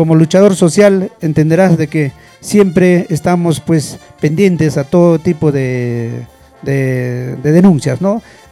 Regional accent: Hualcor, Ancash, Peru; also born or lived in Huaraz; De ahí vengo … nacido, crecido en este hermoso centro poblado de Hualcor

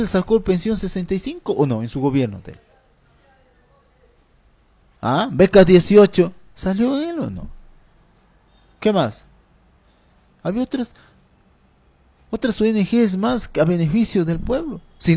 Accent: Ricrán, Junín, Peru; yo soy de un del perteneciente a la provincia de Jauja, un distrito humilde pero de gran corazón llamado Ricrán y su centro poblado Tambillo. De ahí soy yo, donde se cultiva la papa en grandes cantidades, las ganaderías de entre vacunos y ovinos y muchos emprendedores más

